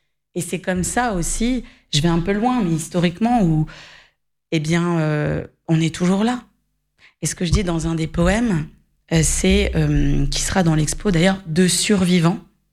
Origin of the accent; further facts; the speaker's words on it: Alfortville, Île-de-France, France; Je suis née en France en 1987. J'ai eu cette chance. J'ai vécu à Alfortville avec ma communauté autour.